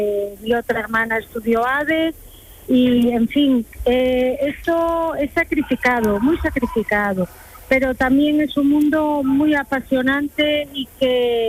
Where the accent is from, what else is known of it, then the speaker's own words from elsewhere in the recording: Marín, Galicia, Spain; yo soy de Marín, de Galicia